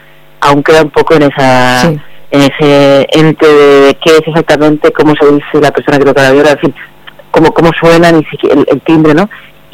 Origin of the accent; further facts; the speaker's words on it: Navarre, Spain; yo soy originalmente de Navarra, pero sí, es verdad que mi familia también es alavesa